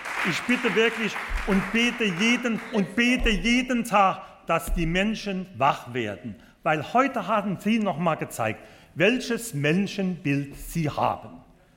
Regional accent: St. Wendel, Saarland, Germany; in meiner Heimatstadt in St. Wendel, in der Stadt des heiligen Wendelin.

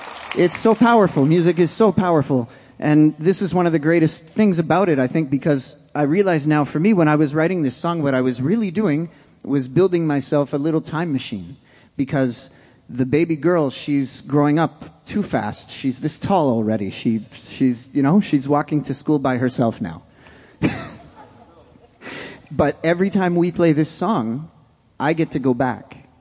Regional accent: Canada; We're from Canada.

